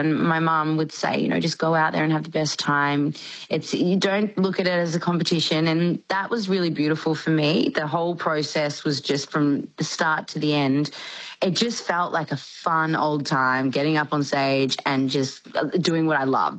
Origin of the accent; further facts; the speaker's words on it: Melbourne, Victoria, Australia; I was a country girl. I grew up in the Yarra Valley in Melbourne